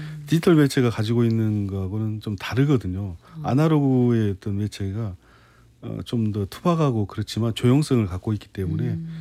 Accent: Damyang, South Jeolla, South Korea; born or raised there

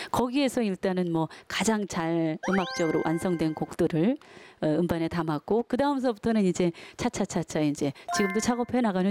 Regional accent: Ganghwa, Incheon, South Korea; 지금 인천광역시 강화군 양사면 인화리인데요.

